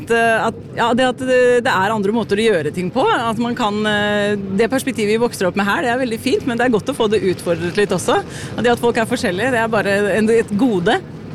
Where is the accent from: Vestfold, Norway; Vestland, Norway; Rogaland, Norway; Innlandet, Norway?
Vestfold, Norway; Holmestrand; Ja, jeg vokste opp I Holmestrand, så da slapp jeg dialekten.